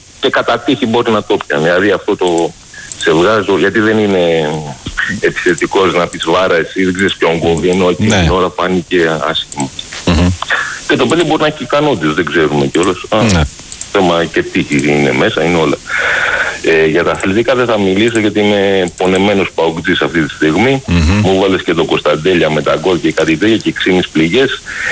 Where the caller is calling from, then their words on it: Greece; από Λιούπολη.